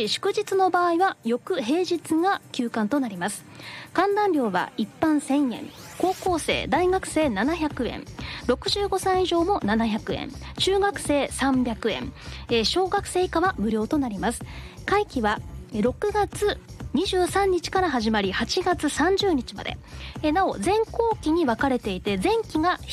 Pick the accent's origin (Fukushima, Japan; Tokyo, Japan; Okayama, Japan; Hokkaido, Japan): Okayama, Japan; もう私岡山出身ですから気になるじゃないですか。